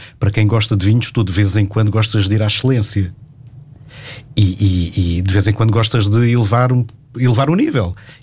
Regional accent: Olhão, Algarve, Portugal; born there; also born or lived in Angola

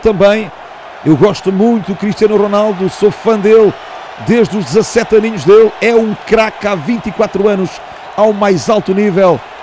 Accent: Mozambique; Um abraço, Moçambique, a minha terra.

